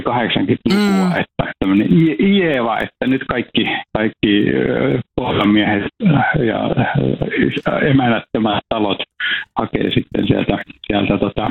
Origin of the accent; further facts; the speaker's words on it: Iisalmi, North Savo, Finland; mä oon syntynyt siellä Iisamme Peltosalmella ja mä oon ihan vauvana asunut samassa talossa.